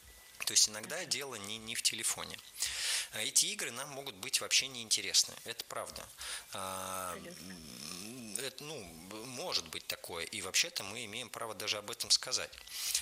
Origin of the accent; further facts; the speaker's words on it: Arkhangelsk, Arkhangelsk Oblast, Russia; Архангельск, мой родной город.